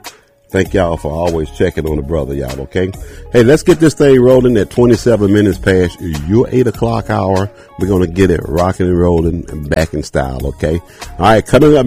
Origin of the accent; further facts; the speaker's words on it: Jackson, Mississippi, United States; now in Huntsville, United States; from my hometown, Jackson State University Tigers.